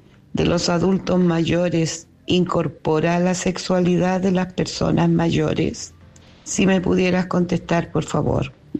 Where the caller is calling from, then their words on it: Santiago, Santiago Metropolitan Region, Chile